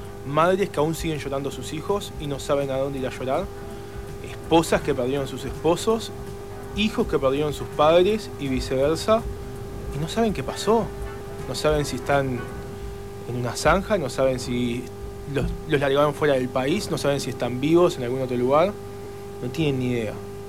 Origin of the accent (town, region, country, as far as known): Uruguay